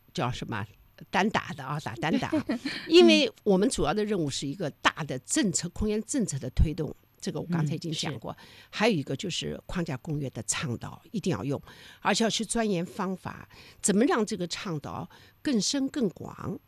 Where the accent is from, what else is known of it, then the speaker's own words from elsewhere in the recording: China; 我作为一个中国人